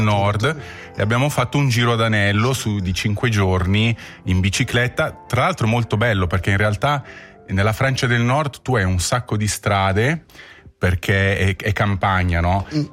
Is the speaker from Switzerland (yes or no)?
yes; Lugano, Ticino, Switzerland; io devo dire che sono nato e cresciuto a Lugano, dunque veramente la radice svizzera italiana è molto forte, però è vero che comunque anche la parte francese è lì